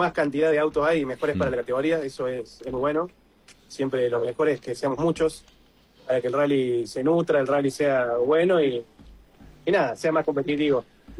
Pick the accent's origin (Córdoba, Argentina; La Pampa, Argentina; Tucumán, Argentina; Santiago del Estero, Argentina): Córdoba, Argentina; Villa Carlos Paz; yo soy oriundo de Villa Carlos Paz, mi ciudad natal es mi lugar en el mundo.